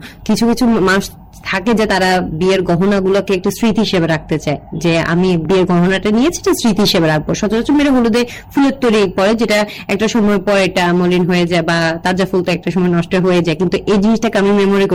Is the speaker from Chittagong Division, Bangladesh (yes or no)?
yes; Feni, Chittagong Division, Bangladesh; আমার বাড়ি যেহেতু ফেনীতে